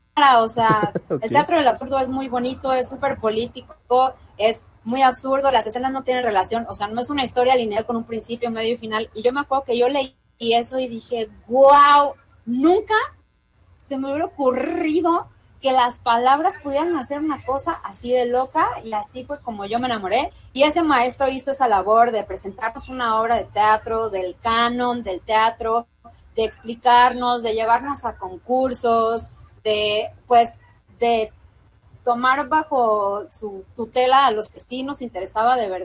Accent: Guadalajara, Jalisco, Mexico; yo soy de Guadalajara.

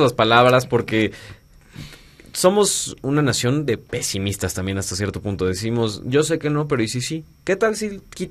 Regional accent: Mexico; Como los mexicanos somos guadalupanos, somos creyentes.

